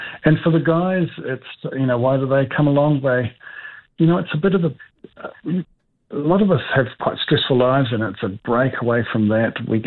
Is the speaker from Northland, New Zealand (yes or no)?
yes; Northland, New Zealand; I was brought up in Northland, so I dearly love it.